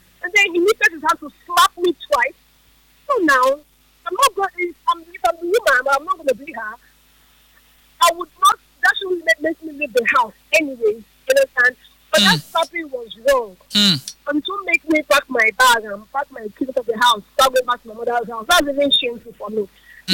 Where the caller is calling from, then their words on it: Port Harcourt, Rivers, Nigeria; I'm calling from Port Harcourt.